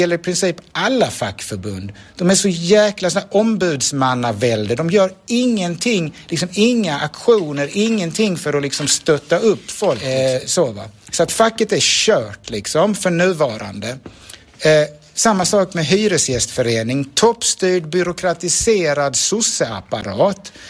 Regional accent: Sweden; now in Malmö, Sweden; vi svenskar är så mesiga

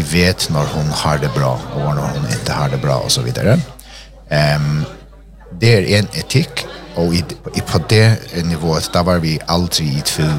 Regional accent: Faroe Islands; Jag kommer från Färöarna.

